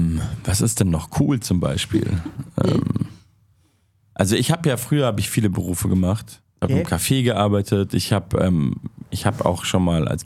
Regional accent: Munich, Bavaria, Germany; now in Berlin, Germany; ich bin ja nicht in Berlin aufgewachsen, sondern in München.

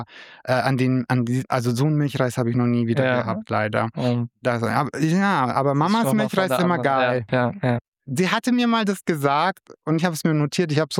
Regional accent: Rotenburg, Germany; Bei uns in Rotenburg, wo ich herkomme, da wird halt zu Weihnachten, ist dann überall so geschmückt, so mit Geschenkeboxen und alles.

